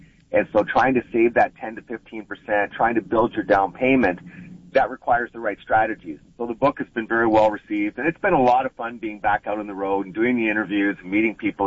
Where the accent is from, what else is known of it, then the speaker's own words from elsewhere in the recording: Sarnia, Ontario, Canada; moved away as an adult; now in Kitchener, Canada; I grew up in Sarnia in the summers listening to CKLW and loving it. And I'm in Windsor a tremendous amount even now.